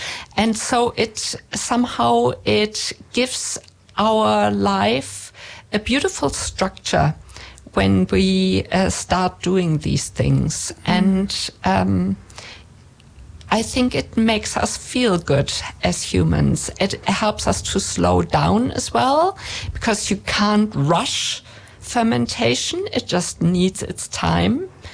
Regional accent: Germany; accent: German

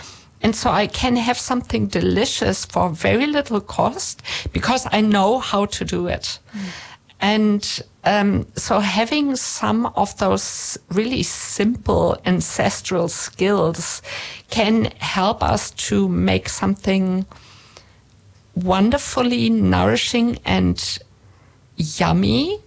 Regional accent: Germany; accent: German; moved away; So you can hear in my accent that I'm German. I grew up with really, really good bread.

